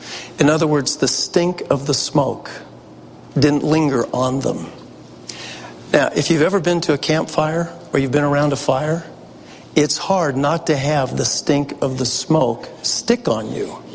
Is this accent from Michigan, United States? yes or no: no; San Francisco Bay Area, California, United States; I grew up in the San Francisco Bay Area quite some time ago.